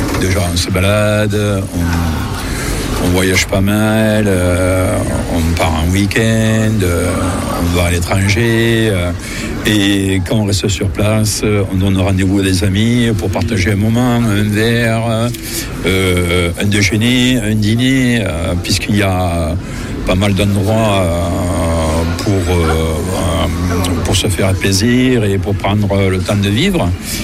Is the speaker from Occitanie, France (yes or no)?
yes; Montauban, Occitanie, France; mais alors je suis né à Montauban, certes, j'habitais un quartier qui s'appelait Villeux-Bourbon, mais dans ma tendre enfance, les quartiers c'était comme des petits villages